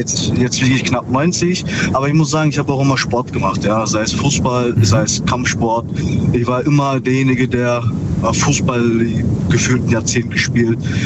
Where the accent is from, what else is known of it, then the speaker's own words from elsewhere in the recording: Ravensburg, Baden-Württemberg, Germany; Aus Ravensburg.